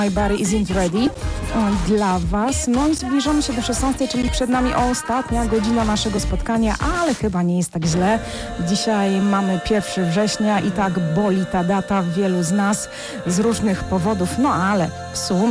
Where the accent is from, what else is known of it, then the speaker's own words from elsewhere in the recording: Mrągowo, Warmian-Masurian Voivodeship, Poland; Ja też jestem z Mrągowa.